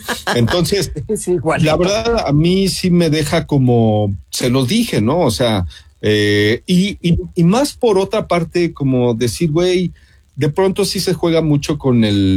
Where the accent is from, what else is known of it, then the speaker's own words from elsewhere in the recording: Mexico; yo soy un mal mexicano, ¿no? Soy mal mexicano